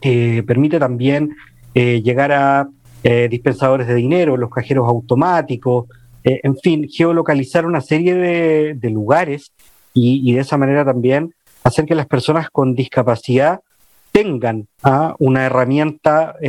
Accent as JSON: {"language": "Spanish", "country": "Chile", "said": "como decimos acá en Chile"}